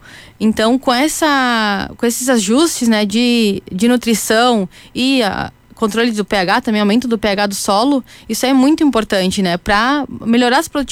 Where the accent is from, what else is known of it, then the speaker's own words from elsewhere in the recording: Roca Sales, Rio Grande do Sul, Brazil; sou de Roca Salles, tá? Interior.